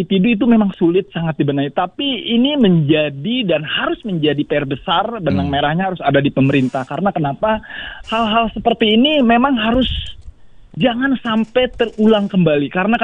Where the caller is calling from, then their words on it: Karawang, West Java, Indonesia; Jadi kesimpulannya dari kami dari Karawang, mohon maaf bahwa ini mental dari tingkat atas maupun bawah mesti dibenahi.